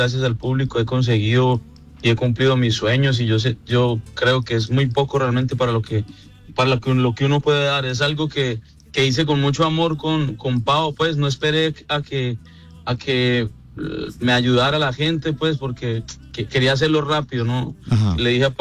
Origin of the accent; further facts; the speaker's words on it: Bucaramanga, Santander, Colombia; Yo soy de Bucaramanga, y Bucaramanga es de las tierras donde más tiembla aquí.